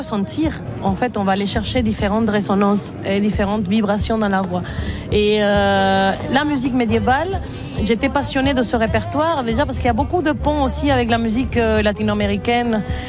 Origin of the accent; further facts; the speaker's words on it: Caracas, Capital District, Venezuela; moved away as an adult; jusqu'au moment où j'ai quitté le Venezuela, j'ai chanté dans cet ensemble. En parallèle de faire partie de la scène underground et alternative de Caracas